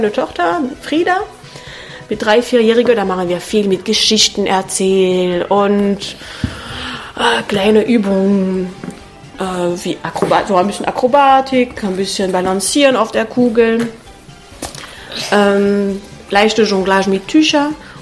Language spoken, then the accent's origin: German; France; German is a second language; moved away as an adult; now in Dresden, Germany; Ich komme aus Frankreich und ich lebe seit 10 Jahren in Dresden, habe 3 Kinder